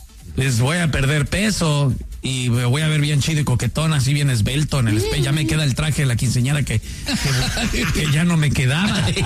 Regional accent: Mexico; Pero como buenos mexicanos, yo no sé si buenos mexicanos o es parte de la cultura latina que decimos

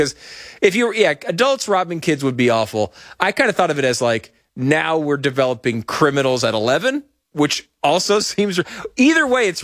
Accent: Northeast, United States; I grew up in the Northeast. Boston was part of my life growing up.

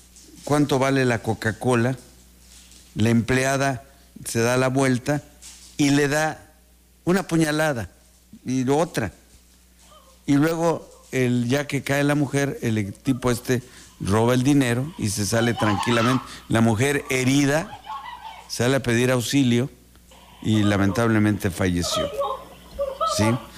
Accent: Mexico

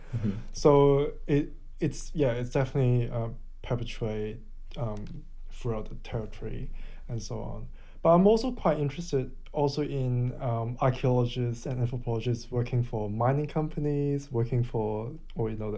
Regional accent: Hong Kong; people like us coming from Hong Kong

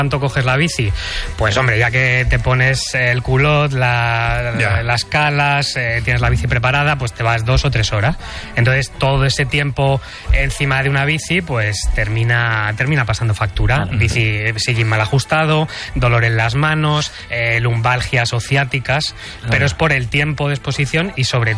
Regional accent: Plou, Aragon, Spain; pues yo ahora estoy en el pueblo, ahí en mi pueblo, en Teruel, que se llama Plou.

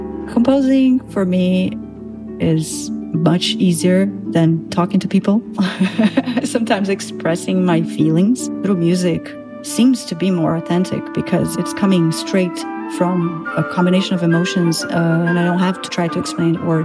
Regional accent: Brazil; I am from Brazil, and I grew up in the 80s and 90s, pre-internet

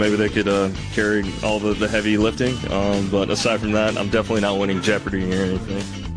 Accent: the South, United States; I'm from the South, so I like gumbo.

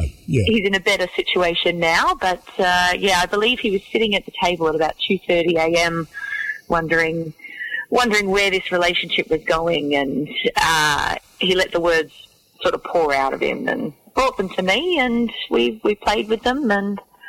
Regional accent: Orange, New South Wales, Australia; a small little orchard locality, actually known for a lot of wineries now, just outside of Orange in New South Wales, where I grew up, and my family is generations of orchardists.

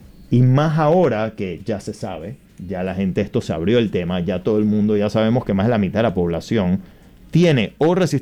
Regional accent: Panama; born there; Yo nací en Panamá, yo soy panameño

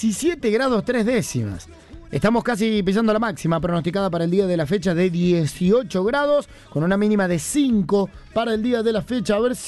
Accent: Villa del Rosario, Córdoba, Argentina; Estamos viajando hacia Córdoba, escuchando la mejor radio, somos de Villa del Rosario.

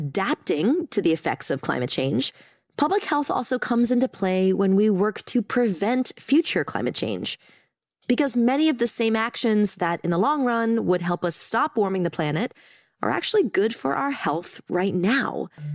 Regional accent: Philadelphia, Pennsylvania, United States; I grew up and live in the Philadelphia area, and we're seeing flooding, wildfire smoke, and heat trends like I have never seen before.

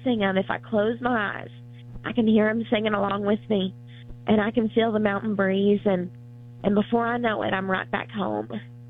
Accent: Tennessee, United States; now in Los Angeles, United States; Well, Dolly, I am from East Tennessee too.

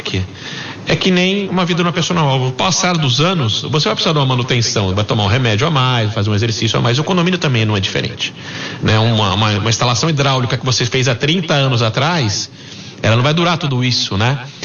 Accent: Campinas, São Paulo, Brazil; É a nossa empresa, nós somos campineiros, com muito orgulho, eu sou campineiro.

